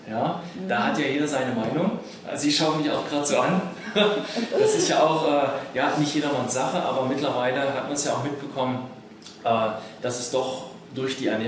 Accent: Halle, Saxony-Anhalt, Germany

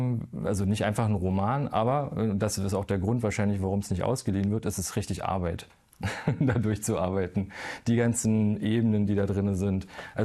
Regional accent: Halberstadt, Saxony-Anhalt, Germany; moved away as an adult; also born or lived in Bernau / Berlin / Leipzig; Ich komme aus Halberstadt, Wernigerode, also aus einer ganz anderen Ecke. Und war da bis auf so kleine Unterbrechungen. Da haben wir mal mit der Familie in Berlin gewohnt oder Bernau bei Berlin. War da bis zum Abitur und dann bin ich nach Leipzig gezogen zum Studieren.

